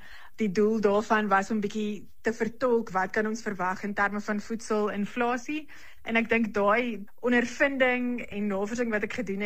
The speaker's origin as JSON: {"language": "Afrikaans", "town": "Pretoria", "region": "Gauteng", "country": "South Africa", "tie": "born or raised there", "said": "ek is 'n stadsmeisie. Ek het in Pretoria Oos groot geword. Ek was in Menlo Park Hoërskool gewees"}